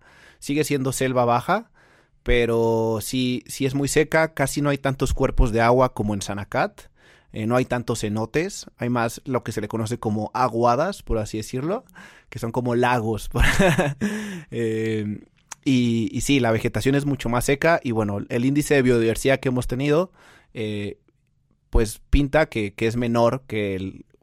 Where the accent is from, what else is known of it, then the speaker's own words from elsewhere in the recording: Mexico City, Mexico; yo al venir de aquí de Ciudad de México, porque soy de Ciudad de México